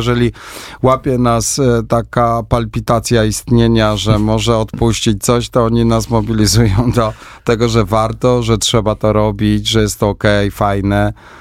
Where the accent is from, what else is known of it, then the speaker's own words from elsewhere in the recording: Świętokrzyskie Voivodeship, Poland; My jesteśmy z Gór Świętokrzyskich. W tej chwili w zasadzie można powiedzieć, że to jest zespół właśnie taki krakowsko-świętokrzyski, bo nie wszyscy mieszkamy bezpośrednio w mieście Kielce.